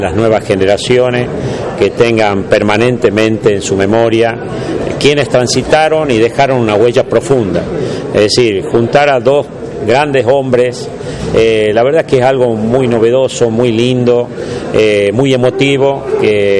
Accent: Tucumán, Argentina

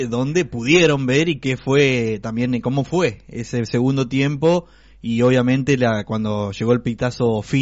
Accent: Argentina; con lo vinculado que somos con el fútbol acá los argentinos

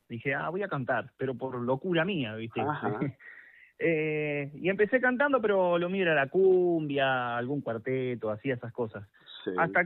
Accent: Ramallo, Buenos Aires Province, Argentina; now in Villa General Savio, Argentina; tuve la oportunidad también de representar a mi ciudad, a San Nicolás, pero bueno, igual soy de Ramallo, o sea que representaría todo junto.

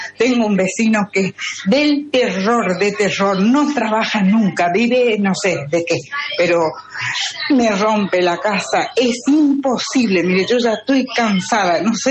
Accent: Reconquista, Santa Fe, Argentina; yo soy una hija de Reconquista, no cualquier cosa. Soy hija de Reconquista. Nací, me crié acá en la miseria

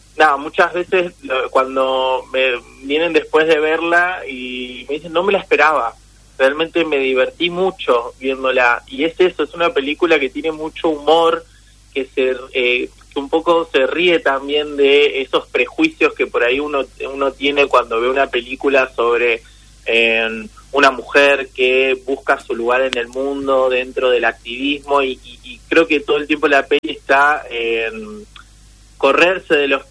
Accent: Santa Fe, Argentina; moved away; yo soy de Ciudad de Santa Fe, y acá estoy en Ciudad de Santa Fe

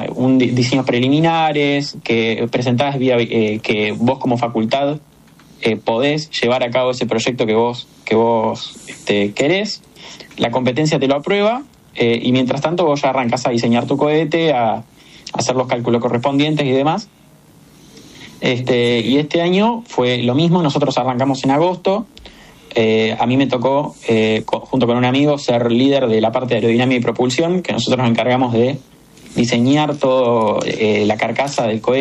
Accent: Argentina; que para nosotros como argentinos es un logro.

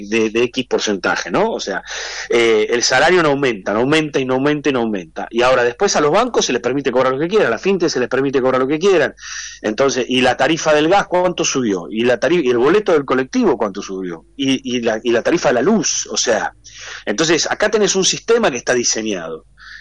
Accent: Argentina

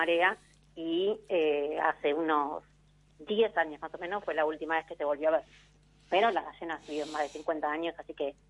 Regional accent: Puerto Pirámides, Chubut, Argentina; soy de Pirámides

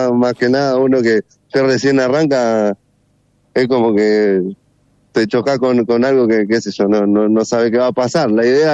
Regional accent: Laguna Paiva, Santa Fe, Argentina; now in Santa Fe, Argentina; Yo soy oriundo de Laguna Paiva, pero en este momento estoy viviendo en Santa Fe.

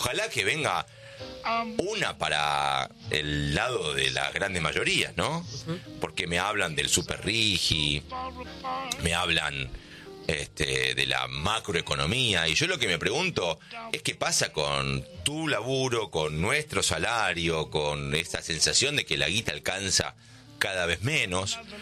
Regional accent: Argentina; Amo a mi país. Soy, como dijo Pochettino, 200, 300% argentino.

